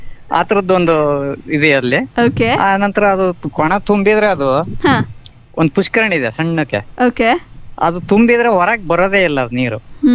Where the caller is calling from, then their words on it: Karnataka, India; ಬಂಜೆಗರ ಸಮಾಜದವರೆಲ್ಲ ಸೇವಲಾಲ್ ಗುರುಗಳಾದ ಒಂದು ಜನ್ಮಸ್ಥಳ ಇರತಕ್ಕಂತ ನಮ್ಮ ನ್ಯಾಮತಿ ತಾಲೂಕು